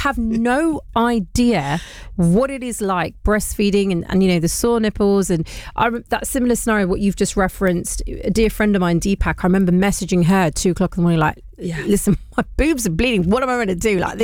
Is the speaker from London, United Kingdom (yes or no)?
yes; London, United Kingdom; I grew up in London, and it does feel that times have changed. I grew up with quite a big village. My mother used to work three jobs